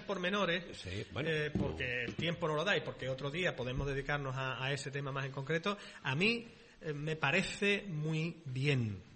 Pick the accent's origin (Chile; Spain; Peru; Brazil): Spain; Pamplona, Navarre; de Pamplona, por más que a mí me guste el norte, no.